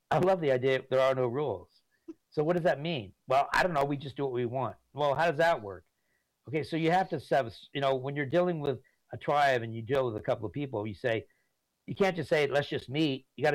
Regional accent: California, United States; I'm from California.

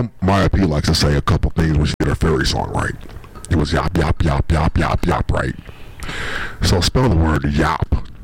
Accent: Milwaukee, Wisconsin, United States; I'm from Milwaukee. It's a nice place to live. Go by the lake, Milwaukee. That's the way we pronounce it.

